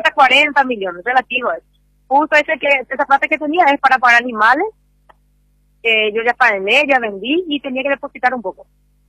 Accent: Paraguay; born there; Yo soy paraguaya, hija de brasilero. Sí. Yo nací acá en esta ciudad.

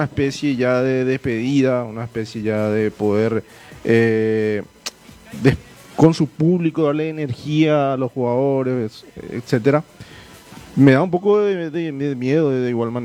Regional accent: Paraguay

